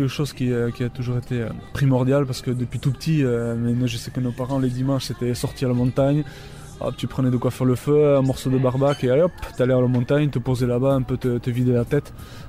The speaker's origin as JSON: {"language": "French", "town": "Saint-Jean-de-Luz", "region": "Nouvelle-Aquitaine", "country": "France", "said": "je suis de Saint-Jean-de-Luz."}